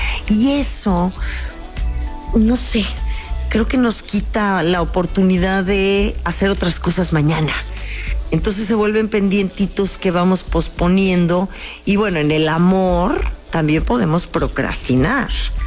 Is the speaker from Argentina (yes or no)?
no; Mexico; así somos los mexicanos